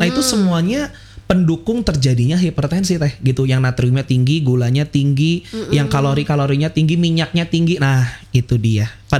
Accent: West Java, Indonesia; Dari apalagi kita orang Sunda gitu ya teh itu.

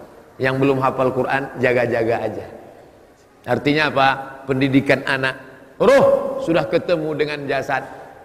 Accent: Sumatra, Indonesia; born there; saya dilahirkan di Pulau Sumatera menjadi orang Melayu

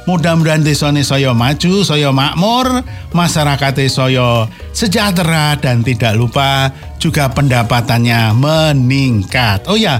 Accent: Purworejo, Central Java, Indonesia; di tempat saya, di kampung saya, di Purworejo

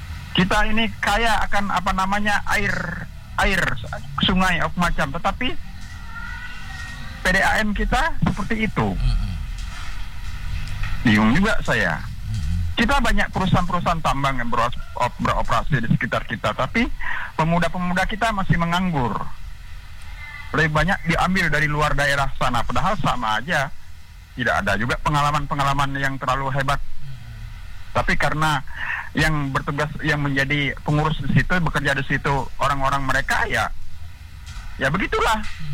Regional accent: East Kalimantan, Indonesia; Samege, bilang kita orang Kutai kan?

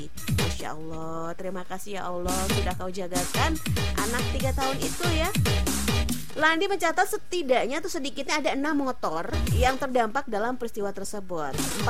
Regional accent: Indonesia; aku orang Indonesia

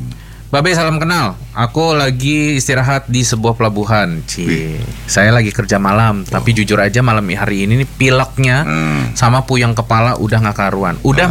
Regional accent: Yogyakarta, Special Region of Yogyakarta, Indonesia; Aku dari Jogja. Pekerjaan aku sehari-hari adalah penjahit rumahan.

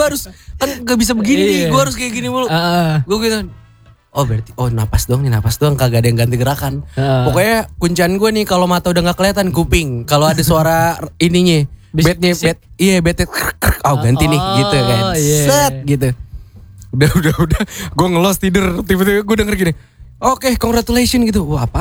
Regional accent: Meruya, Jakarta, Indonesia; Ini kan kita orang Meruya. Kita kan orang Meruya nih.

